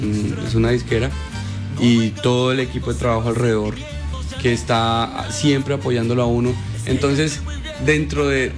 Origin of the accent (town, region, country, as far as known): Rivera, Huila, Colombia; born or raised there; also born or lived in San Vicente del Caguán